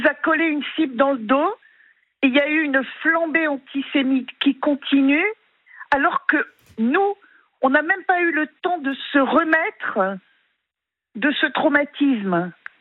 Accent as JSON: {"language": "French", "country": "France", "tie": "born or raised there", "said": "Moi, je vis en France depuis toujours, je suis française"}